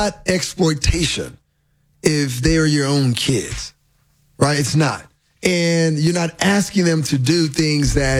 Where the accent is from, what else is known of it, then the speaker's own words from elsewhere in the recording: Miami, Florida, United States; I grew up in Miami.